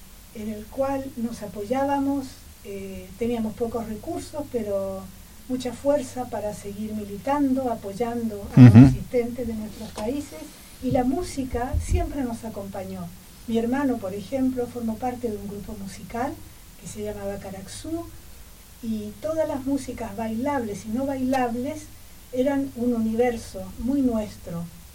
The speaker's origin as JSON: {"language": "Spanish", "country": "Chile", "moved": "as an adult", "lives_now": "France"}